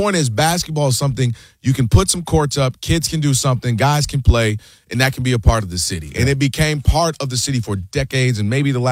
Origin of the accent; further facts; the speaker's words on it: Midwest, United States; I'm from Midwest.